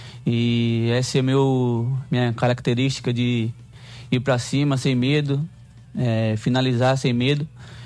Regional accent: Salvador, Bahia, Brazil; Eu sou nordestino, sou de Salvador.

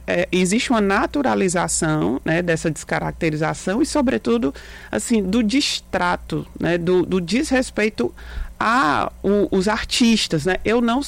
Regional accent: Fortaleza, Ceará, Brazil; Bom, eu sou da periferia de Fortaleza e a educação salva.

